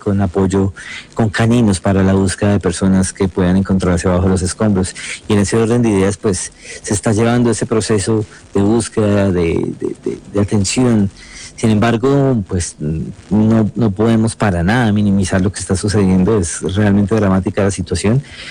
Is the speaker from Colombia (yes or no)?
yes; Colombia; los colombianos sabemos madrugar bastante